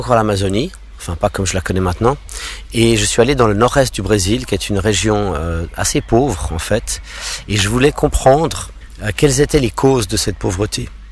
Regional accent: Geneva, Switzerland; first language English; French is a second language; moved away as an adult; also born or lived in United States; Moi, je suis né à Genève, mais ayant grandi avec ma mère anglophone, eh bien, ma langue maternelle est l'anglais.

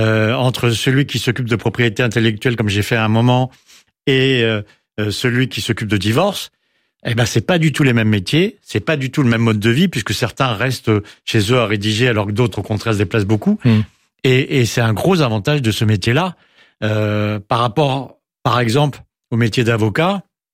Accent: Versailles, Île-de-France, France; also born or lived in Paris; On était à Versailles, j'ai passé mon enfance en Versailles. Alors, c'est vrai que quand j'étais à l'école à Versailles … parce que j'avais passé ma petite enfance à Paris.

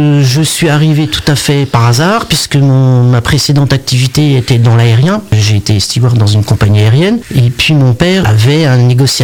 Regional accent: Corbigny, Bourgogne-Franche-Comté, France; Je suis originaire de Corbigny à la base

